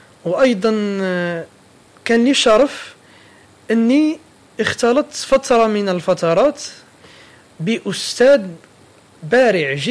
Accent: Constantine, Constantine Province, Algeria

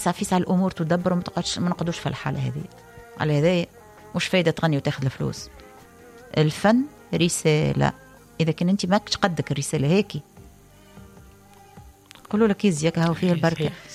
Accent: Tunisia; انا تونسي

